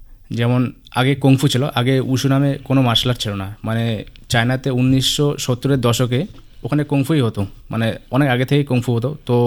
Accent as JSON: {"language": "Bangla", "town": "Maynaguri", "region": "West Bengal", "country": "India", "tie": "born or raised there", "also_born_or_lived": "Punjab", "said": "আমার বাড়ি জলপাইগুড়ি, ময়নের ব্লকে।"}